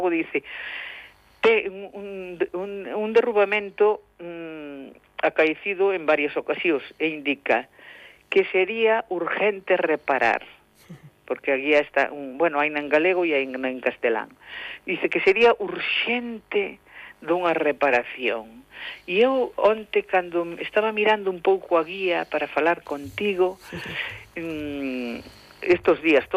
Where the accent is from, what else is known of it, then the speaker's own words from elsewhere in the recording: Galicia, Spain; E os que somos aquí do Val de Lemos, pois penso que a podemos facer doadamente